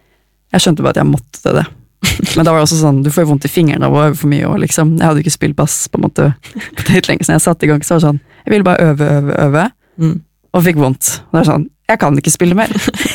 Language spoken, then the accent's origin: Norwegian; Oslo, Norway; born or raised there